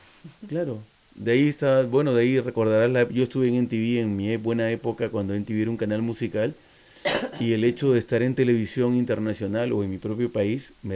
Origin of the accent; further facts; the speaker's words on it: Peru; moved away; mi tierra, Perú